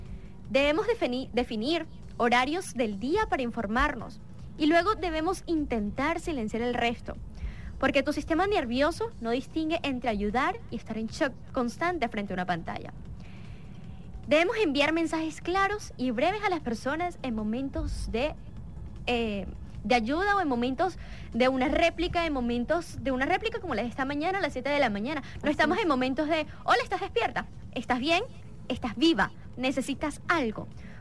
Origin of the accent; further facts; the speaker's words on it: Venezuela; aquí todos somos venezolanos